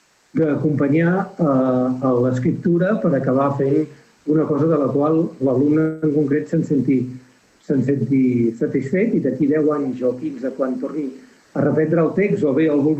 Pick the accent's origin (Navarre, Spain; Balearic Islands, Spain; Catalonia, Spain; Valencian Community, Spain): Catalonia, Spain; Camprodon; moved away as an adult; also born or lived in Barcelona; de Camprodon. Vaig néixer a Camprodon, als quatre cantons. El que passa que vaig estudiar fora. Quan vaig acabar la carrera de Filologia, em vaig posar a treballar a Barcelona